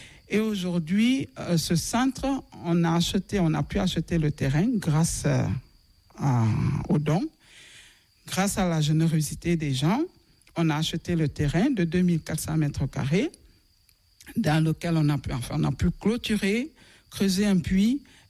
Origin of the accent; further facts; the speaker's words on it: Nzérékoré, Nzérékoré Region, Guinea; Car je suis natif des Érécorées, la République de Guinée, mais en région forestière.